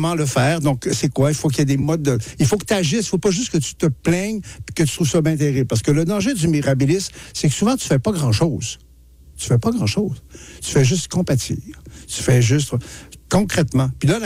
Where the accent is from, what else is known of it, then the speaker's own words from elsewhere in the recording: Quebec, Canada; c'est une tentation quand on est Québécois. Moi, je suis Québécois aussi